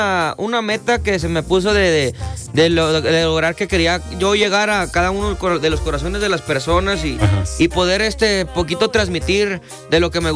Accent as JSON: {"language": "Spanish", "town": "Santa María de Los Ángeles", "region": "Jalisco", "country": "Mexico", "said": "Soy de Jalisco, Santa María de Los Ángeles, Jalisco."}